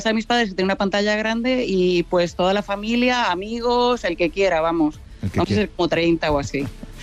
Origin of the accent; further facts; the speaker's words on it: Madrid, Community of Madrid, Spain; now in Puerto Rico; Yo soy medio puertorriqueña, pero ¿sí? Criada en Madrid y española, y entonces me casé con un puertorriqueño y aquí estamos.